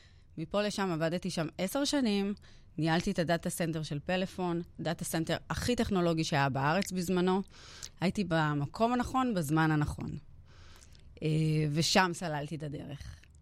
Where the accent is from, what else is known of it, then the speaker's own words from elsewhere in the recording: Tel Aviv, Tel Aviv District, Israel; אני גדלתי בשכונת התקווה.